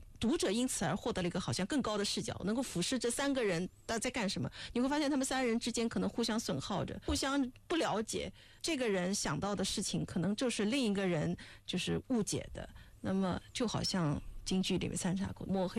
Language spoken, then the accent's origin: Chinese; southern China, China; 虽然我是南方人